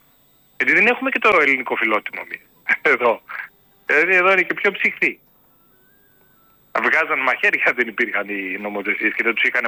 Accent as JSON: {"language": "Greek", "country": "Greece", "said": "εγώ τους Έλληνες και τέτοιο, και το λαό μου, δηλαδή την πατρίδα μου."}